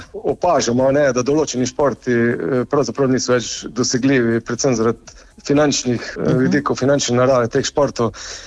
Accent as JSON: {"language": "Slovenian", "region": "Carinthia", "country": "Slovenia"}